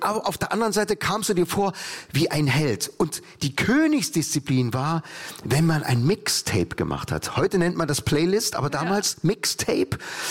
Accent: Leipzig, Saxony, Germany; born there; Ich bin ja gebürtiger Ossi, Leipziger.

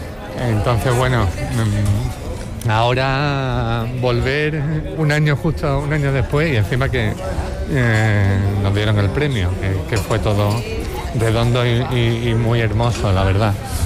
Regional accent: Andalusia, Spain; Es cine andaluz porque somos andaluces y porque tratamos historias desde Andalucía, ¿no?

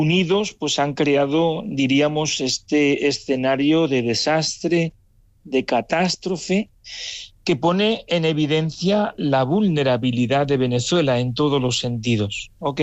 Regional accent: Incinillas, Castile and León, Spain; born there; Mi apellido no es Incinilla, sino que es mi pueblo.

